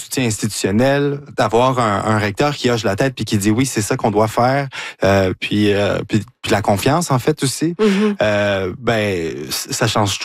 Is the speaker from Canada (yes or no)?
yes; Chicoutimi, Quebec, Canada; born there; also born or lived in Montréal; Mais sinon, c'était Québec, Valcartier, bon, Montréal, une bonne partie de ma vingtaine. Chicoutimi. Je suis né à Chicoutimi, moi.